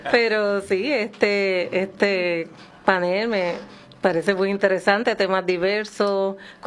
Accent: Jayuya, Puerto Rico; Pero soy natural de Jayuya.

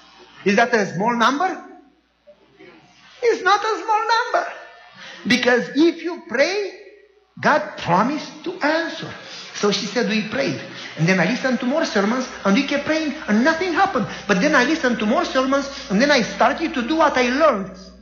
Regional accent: Romania; moved away; I said, from Romania.

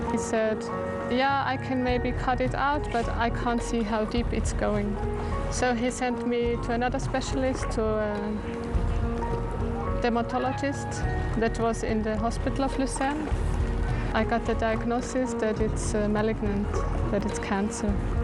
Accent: Austria; English is a second language; moved away as an adult; now in Switzerland; I'm originally from Austria, but I live in Switzerland for almost 10 years.

